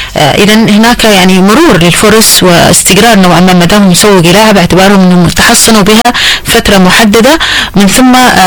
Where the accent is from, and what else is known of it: Hadhramaut, Yemen